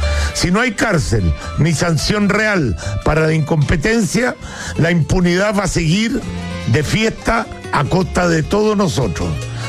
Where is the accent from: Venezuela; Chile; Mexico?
Chile; Somos los chilenos de trabajo que terminamos pagando con el sudor de nuestra frente la fiesta